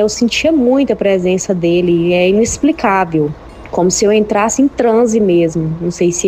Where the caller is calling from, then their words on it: Patos de Minas, Minas Gerais, Brazil; eu falo de Patos de Minas, Minas